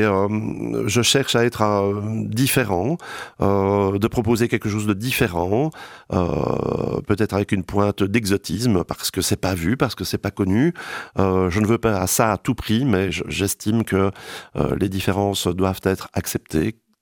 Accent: Belgium; Ici, chez nous en Belgique

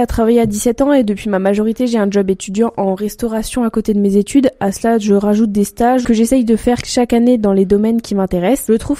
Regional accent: Metz, Grand Est, France; moved away as an adult; now in Reims, France; je rentre chez moi à Metz tous les week-ends.

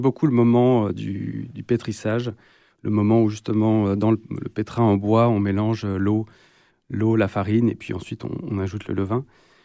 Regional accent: Pays de la Loire, France; also born or lived in Paris; Moi, je suis né à Angers. J'ai grandi donc à 40 km d'ici et je suis parti pour les études à Paris. Et je revenais très souvent à la campagne puisque j'ai grandi vraiment au milieu des bois.

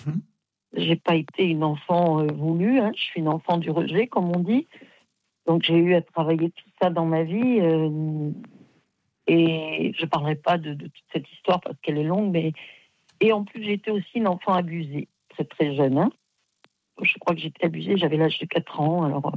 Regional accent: Aix-en-Provence, Provence-Alpes-Côte d'Azur, France; moi, je l'ai connu, hein, j'étais d'Aix-en-Provence.

